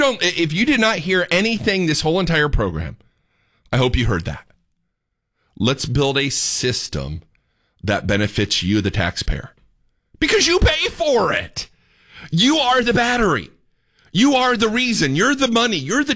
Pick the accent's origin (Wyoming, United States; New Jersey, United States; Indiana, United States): Indiana, United States; moved away as an adult; now in Texas, United States; I'm from Indiana. I like it cold.